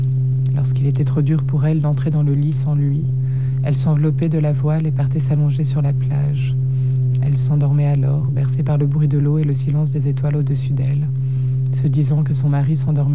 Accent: Geneva, Switzerland; born there; Je suis née au Paquis et ça parle de ce quartier, de ce que j'y voyais, de ce que j'aimais y voir et de ce que j'aimais y inventer.

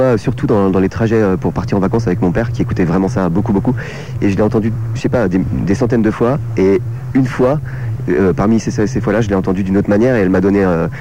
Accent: Nancy, Grand Est, France; On est 10 chanteurs et musiciens, donc c'est un collectif lorrain. Moi, je viens de Nancy.

